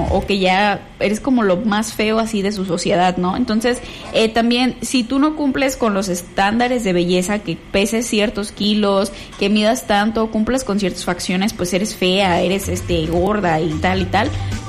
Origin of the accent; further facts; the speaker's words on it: Mexico; uno como mexicano